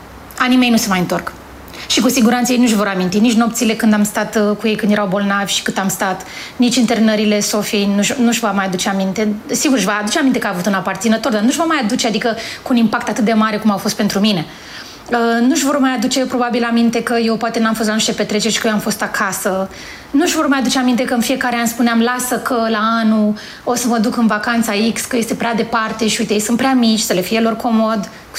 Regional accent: Bogați, Romania; la noi acolo în spate, la Bogați, unde am crescut, adică în Ozana

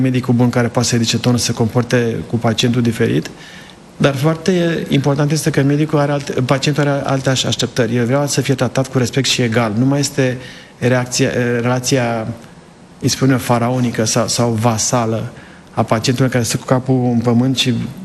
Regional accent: Sibiu County, Romania; now in United States; Sunt de lângă Sibiu. Am stat lângă Copșa Mică și...

